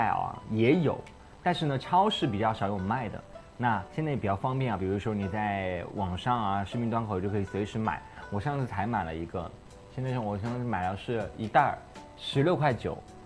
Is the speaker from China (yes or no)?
yes; Sichuan-Chongqing area, China; 这是我们四川人啊重庆人啊小的时候吃的一些小零食，